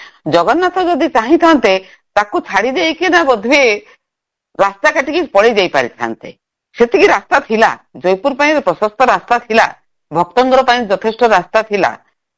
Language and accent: Odia; Odisha, India; ଆମେ ଓଡ଼ିଆ, ଆମେ ବଢିଆ, ଆମ ଜଗନ୍ନାଥ ବଢିଆ, ଆମ ସଂସ୍କୃତି ବଢିଆ